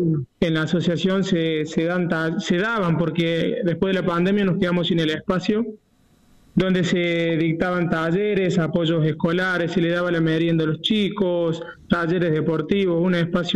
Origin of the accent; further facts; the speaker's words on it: Córdoba, Argentina; soy el primer cordobés en la historia que va a correr. Y bueno, voy a representar a Argentina